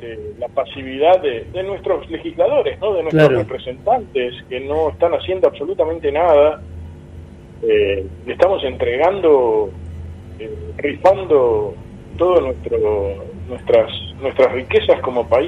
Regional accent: Argentina; hemos ganado como los argentinos

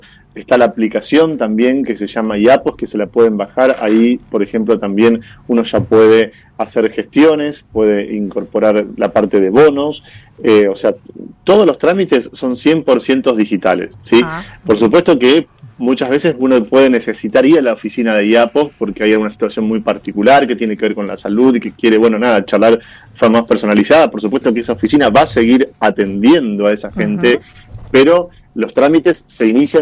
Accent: Santa Fe province, Santa Fe, Argentina; Somos una provincia joven

